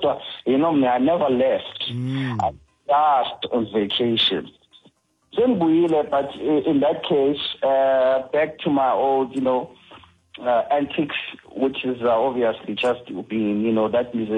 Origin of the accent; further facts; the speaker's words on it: Cape Town, Western Cape, South Africa; I pay tribute to my hometown, Scomline. In case you don't know what Scomline means, Scomline basically is the nickname of my hometown, Gwalanga in Makana Square in Cape Town.